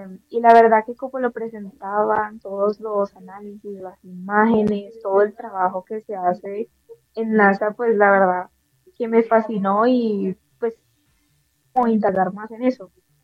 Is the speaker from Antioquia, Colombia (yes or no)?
no; Valle del Cauca, Colombia